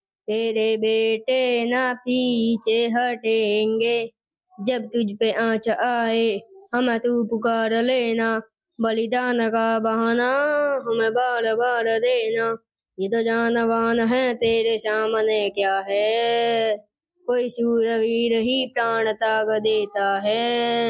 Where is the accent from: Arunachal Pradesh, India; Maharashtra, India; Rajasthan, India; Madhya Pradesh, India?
Rajasthan, India; Dadarla; मेरा विद्यालय का नाम श्री राजेश्वर विद्या मंदिर रेवदर है, मैं कक्षा 8 में पढ़ता हूँ, मैं दादरला से आता हूँ।